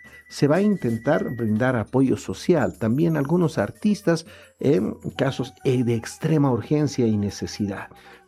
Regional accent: Bolivia; nos tiene que alarmar, no solamente como bolivianos o querendones del arte y de la cultura, sino como bolivianos en general

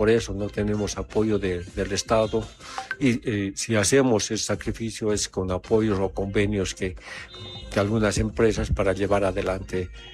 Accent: Bolivia

